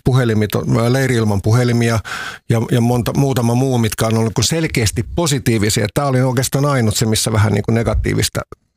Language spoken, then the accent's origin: Finnish; Vantaa, Uusimaa, Finland; also born or lived in Helsinki; me muutettiin aikoinaan Lauttasaaresta Tikkurilaan ja siellä huudettiin Joppeja pihalla